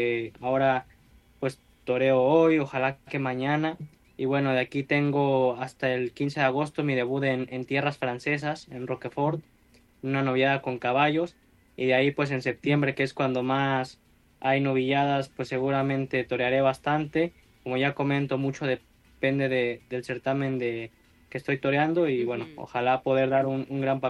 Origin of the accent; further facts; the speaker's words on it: Apizaco, Tlaxcala, Mexico; moved away as an adult; now in Spain; yo soy originario de Apizajo, Tlaxcala.